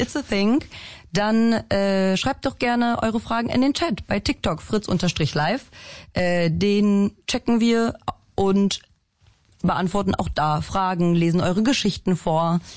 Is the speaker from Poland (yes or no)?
yes; Poland; now in Germany; Ja, ich bin Polin. Ist die zweitgrößte Migrantengruppe in Deutschland. Also ich bin nicht alleine.